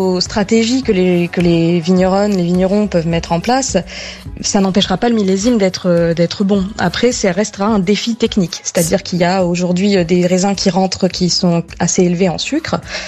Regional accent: Bordeaux, Nouvelle-Aquitaine, France; Bordeaux aussi, qui est ma région d'origine. Donc c'est vrai que je suis particulièrement attachée à leur sort.

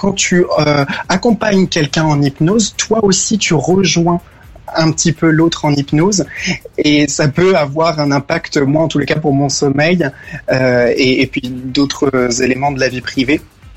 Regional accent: Saint-Alban, Brittany, France; Eh bien, moi, je suis en Bretagne. Je suis un vrai Breton pur beurre et dans les Côtes d'Armor à Saint-Alban, la petite commune de Saint-Alban, proche de Plaine-Valandré, Saint-Brieuc.

